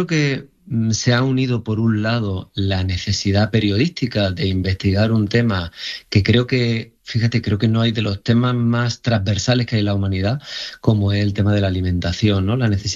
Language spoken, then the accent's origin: Spanish; Jaén, Andalusia, Spain; soy de Jaén y de familia que ha trabajado el campo